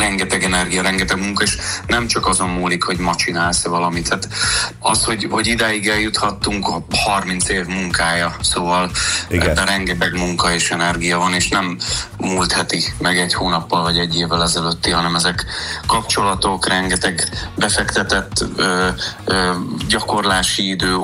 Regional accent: Hungary

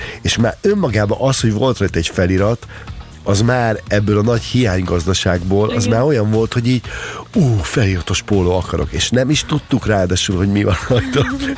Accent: Hungary; amikor én felnőttem, akkor Magyarországon

